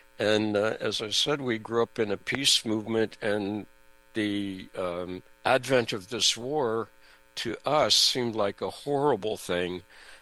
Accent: United States; growing up in the United States in the public school system

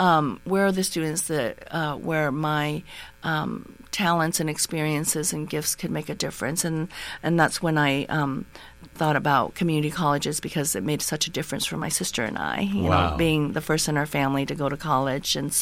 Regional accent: Houston, Texas, United States; born there; also born or lived in Da Lat, Vietnam / Colorado; first started in Colorado with a sponsor family, and then eventually relocated to the Houston area, which is where I had my middle school, high school

